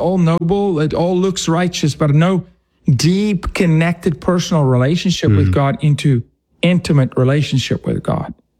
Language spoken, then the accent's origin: English; Johannesburg, Gauteng, South Africa; I'm from the East, what's called the East Rand. So think of the Bronx, because I'm from Johannesburg.